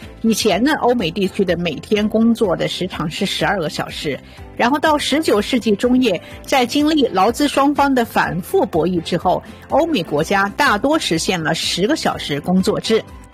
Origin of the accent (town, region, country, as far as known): China